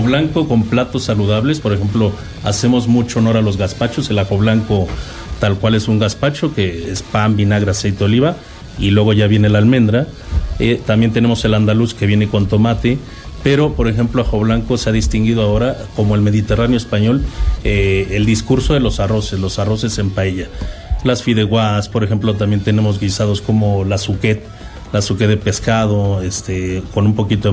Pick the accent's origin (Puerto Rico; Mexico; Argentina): Mexico; pues como mencionas bien, pues yo soy mexicano.